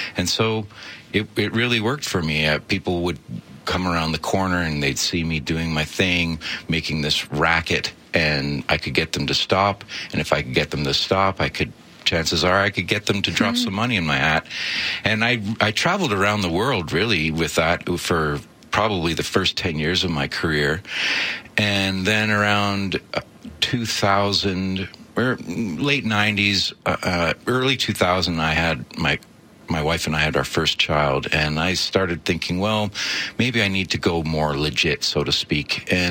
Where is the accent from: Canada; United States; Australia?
Canada; Ottawa, Ontario; I grew up in Ottawa, so I was kind of in the heartbed of Canada.